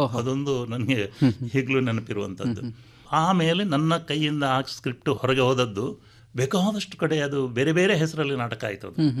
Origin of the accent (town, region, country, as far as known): Mallur, Karnataka, India; born there